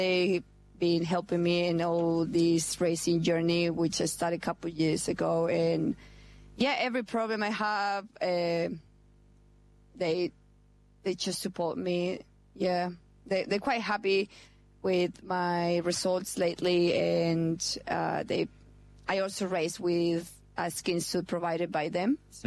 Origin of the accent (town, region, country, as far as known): Chile; born or raised there; now in Perth, Australia